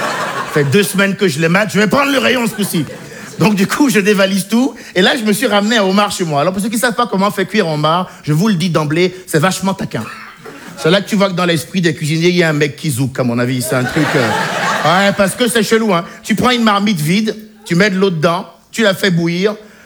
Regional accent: Benin; born or raised there

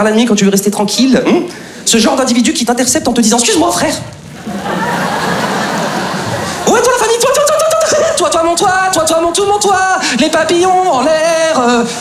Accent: Lyon, Auvergne-Rhône-Alpes, France; Je dis « Non, je suis de Lyon. »

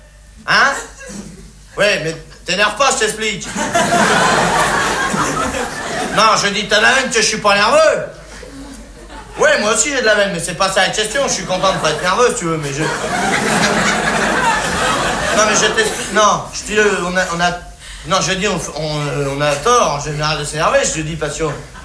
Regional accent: France; Les Français, c'est des cons, ouais, bah, je suis bien placé, hein, je suis français.

